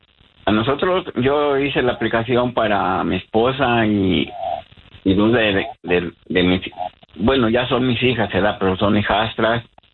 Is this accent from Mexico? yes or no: yes; Jalisco, Mexico; Somos de Jalisco.